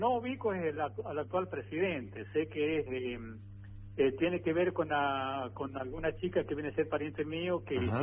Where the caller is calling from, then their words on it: Rodeo, San Juan, Argentina; Sí, en la Villa de Rodeo, la capital del departamento de Iglesia.